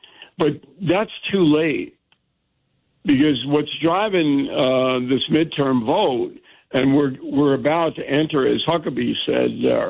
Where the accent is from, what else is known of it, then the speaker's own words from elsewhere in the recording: Levittown, New York, United States; I'm from Levittown.